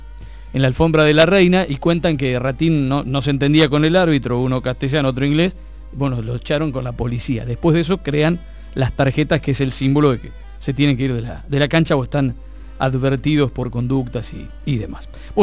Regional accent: Argentina

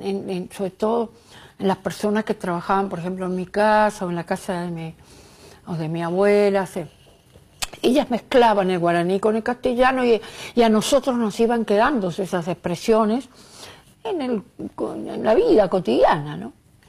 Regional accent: Corrientes, Argentina; born there; moved away; no vivo en Corrientes hace mucho

